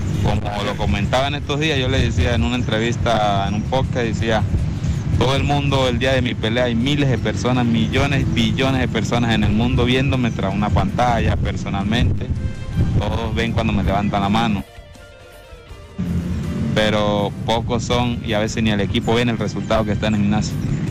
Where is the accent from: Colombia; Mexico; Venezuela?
Venezuela; El Vigía, Mérida; Soy hijo del Vigía, soy hincha del Vigía, soy del barrio La Conquista. Ahí crecí, ahí me crié